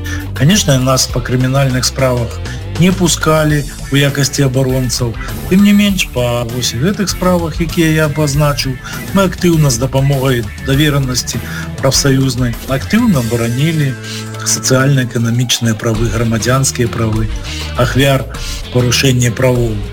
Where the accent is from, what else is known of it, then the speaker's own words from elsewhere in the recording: Belarus; І, безумовно, ось ми, білоруси, не могли супроти своєї держави подавати менавіта скарги у Європейський суд.